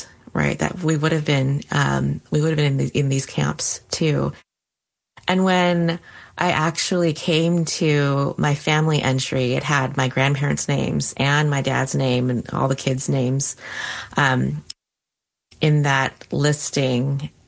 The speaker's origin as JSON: {"language": "English", "town": "Tacoma", "region": "Washington", "country": "United States", "tie": "born or raised there", "said": "the Northwest Detention Center here in Tacoma, in my hometown."}